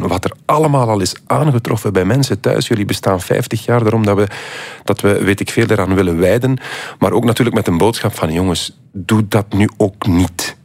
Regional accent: Zwijndrecht, Flanders, Belgium; Ik ben van Zwijndrecht, we zijn nog altijd zoeken naar de naam. Beveren, Kruibeken, Zwijndrecht.

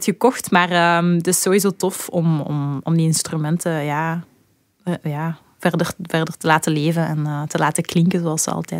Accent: Turin-la-Grosse, Wallonia, Belgium; Dat is het dorpje waar ik ben opgegroeid met mijn ouders in een huisje. In de Walen, om het zo te zeggen.

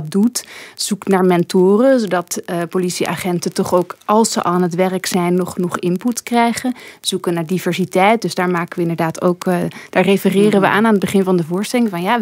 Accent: Netherlands; Zeker voor mij als Nederlandse. Bij ons hebben politieagenten minstens 3 jaar opleiding.

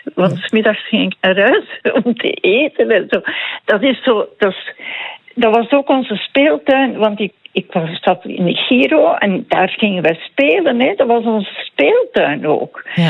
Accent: Brussels, Brussels-Capital Region, Belgium; moved away as an adult; now in West Flanders, Belgium; Ja, ik ben een geboren en getogen Vlaamse Brusselaar. Mm-hmm. Ik ben daar naar school geweest. Ik heb gewerkt als ambtenaar aan de stad Brussel.

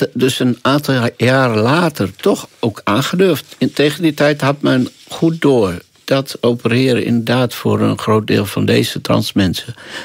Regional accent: Netherlands; In Nederland, waar ik vandaan kom

